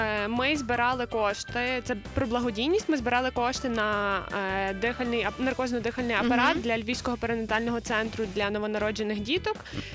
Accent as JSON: {"language": "Ukrainian", "town": "Stryi", "region": "Lviv Oblast", "country": "Ukraine", "tie": "born or raised there", "said": "Так, я зі Стрия."}